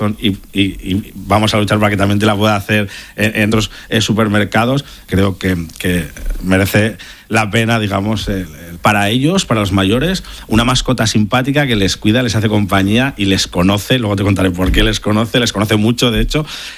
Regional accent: Zaragoza, Aragon, Spain; now in Siche, Spain

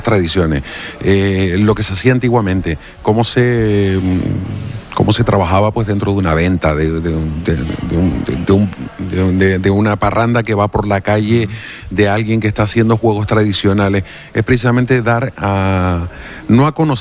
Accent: Cabo Blanco, Canary Islands, Spain; yo soy de Cabo Blanco toda la vida, sí.

